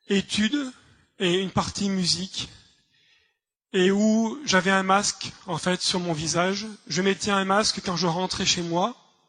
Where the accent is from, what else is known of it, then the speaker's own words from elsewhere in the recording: Grenoble, Auvergne-Rhône-Alpes, France; born there; moi, je suis né donc à Grenoble, dans une famille non chrétienne.